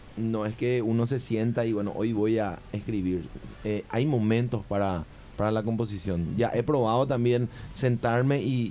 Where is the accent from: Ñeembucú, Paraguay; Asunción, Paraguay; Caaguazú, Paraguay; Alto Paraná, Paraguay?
Asunción, Paraguay; born there; Yo nací en la ciudad de Asunción, sí, en el hospital militar.